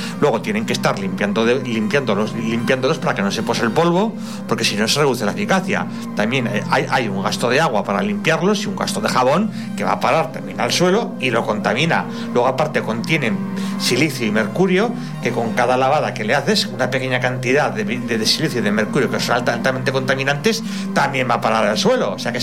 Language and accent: Spanish; Aragon, Spain; En mi pueblo iban a poner un parque eólico, pero al final nos libramos, pero como está la laguna de Gallo Canta al lado